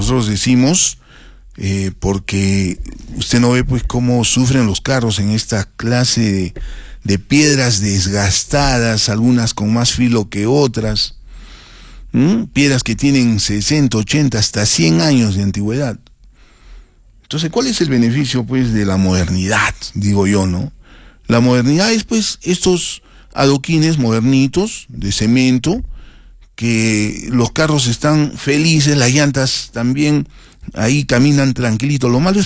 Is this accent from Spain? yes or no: no; Arequipa, Peru; como gran melgariano que soy y buen arequipeño que soy